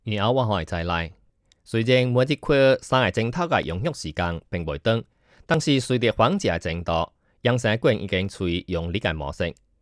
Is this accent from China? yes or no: no; Taiwan; 毕竟我来自台湾，动超实践领域相对有兴趣